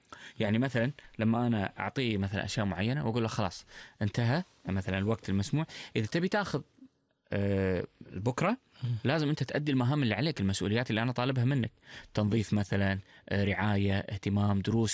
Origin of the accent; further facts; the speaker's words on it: Kuwait; والله أنا أشوف بالمكاتب اللي موجودة عندنا بالكويت